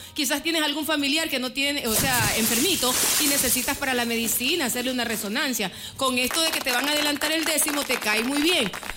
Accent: Guayaquil, Guayas, Ecuador

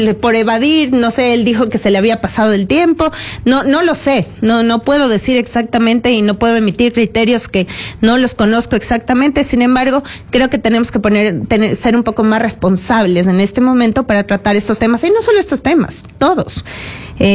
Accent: Quito, Pichincha, Ecuador; nosotros como quiteños

